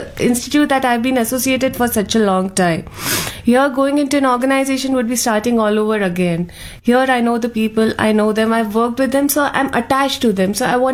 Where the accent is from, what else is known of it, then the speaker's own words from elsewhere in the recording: Ahmedabad, Gujarat, India; Actually, I'm from Ahmedabad